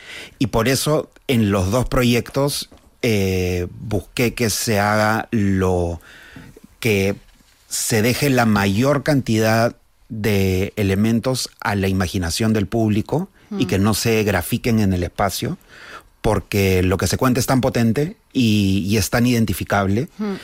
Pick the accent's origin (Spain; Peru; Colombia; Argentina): Peru; que yo soy peruano.